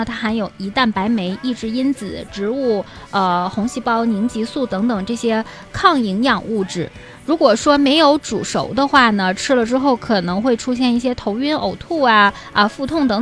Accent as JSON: {"language": "Chinese", "region": "Northeast China", "country": "China"}